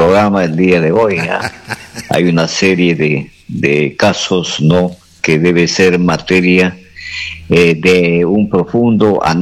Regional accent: Amazonas, Peru; como peruanos, fundamentalmente como amazonenses

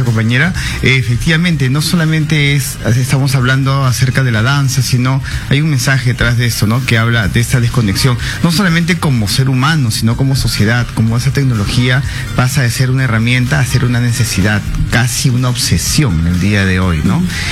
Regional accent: Peru; Yo soy peruano, efectivamente.

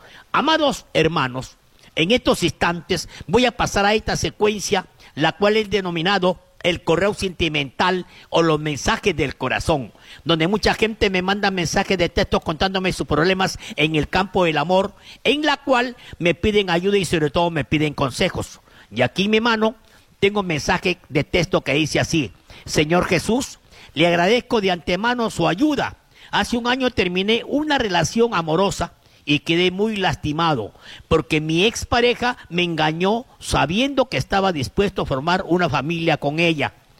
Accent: Huancabamba, Piura, Peru; born there; Y en el DNI está el distrito, la provincia y el departamento de donde uno ha nacido, Huancabambino, a mucha honra.

